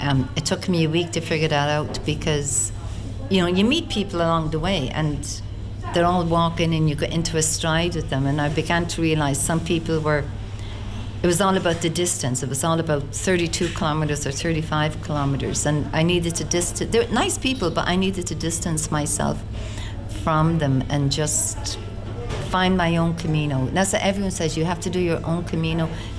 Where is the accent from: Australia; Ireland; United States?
Ireland; Dublin, Leinster; accent: Dublin; I grew up in Dublin.